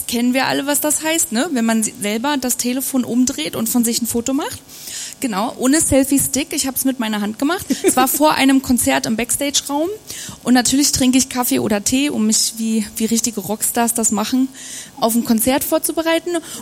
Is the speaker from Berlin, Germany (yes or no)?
yes; Berlin, Germany; ich bin in Berlin aufgewachsen, in Ost-Berlin